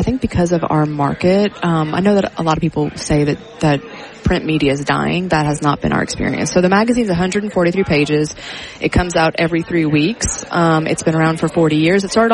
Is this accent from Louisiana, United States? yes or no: yes; Ville Platte, Louisiana, United States; also born or lived in New Jersey; I grew up in Ville Platte.